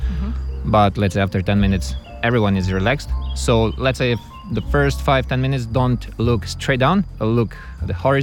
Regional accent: Celje, Savinja, Slovenia; English is a second language; I'm coming from Celje, and I'm a balloon pilot.

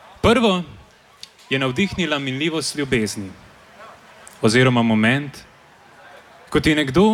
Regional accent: Primorska, Slovenia; in čeprav priimek izhaja iz Kaplje na Kozjaku, sem Primorec.

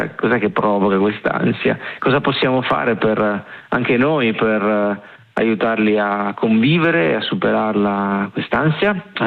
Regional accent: Liguria, Italy; vengo dalla Liguria, lì ho fatto qualche bel bagnetto in Liguria

